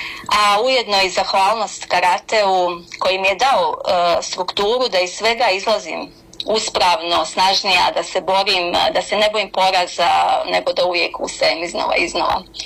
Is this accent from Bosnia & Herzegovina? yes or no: yes; Vareš, Federation of Bosnia and Herzegovina, Bosnia & Herzegovina; moved away as an adult; now in Rijeka, Croatia; Pa ja sam rođena u Varešu, odrasla sam, pohađala sam osnovnu školu i srednju školu i nakon ratnih zbivanja, to je tijekom 93. sam preselila u Hrvatsku.